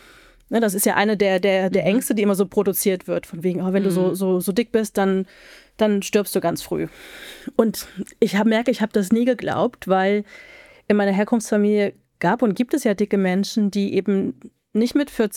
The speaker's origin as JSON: {"language": "German", "town": "Halle", "region": "Saxony-Anhalt", "country": "Germany", "said": "ich komme aus Halle, meine Mutter kommt aus Berlin und da war so der Rest oder war und ist der Rest der Familie."}